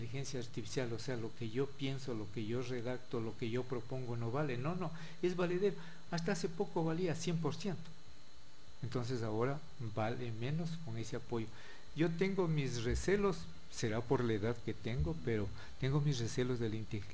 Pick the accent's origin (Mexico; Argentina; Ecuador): Ecuador; San Miguel de Bolívar, Bolívar; moved away; Nosotros muchos de un pueblo pequeñito en donde yo nací, San Miguel de Bolívar